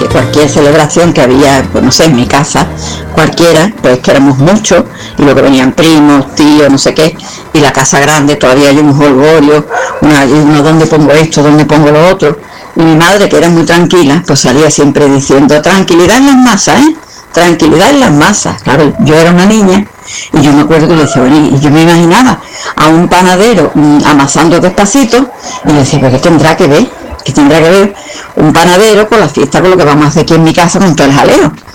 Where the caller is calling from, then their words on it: Torremolinos, Andalusia, Spain; de Torremolinos.